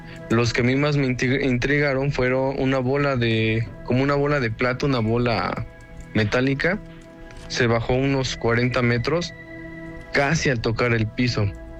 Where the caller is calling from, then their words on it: Tecamachalco, Puebla, Mexico; desde Tecamachalco, Puebla, actualmente